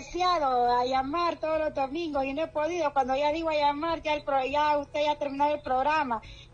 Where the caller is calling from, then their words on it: El Paraíso, Honduras; del Benque Jamastrán.